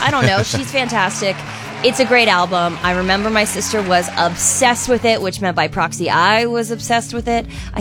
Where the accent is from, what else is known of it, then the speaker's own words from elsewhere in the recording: Essex, Ontario, Canada; I grew up in Essex right next to Essex Public School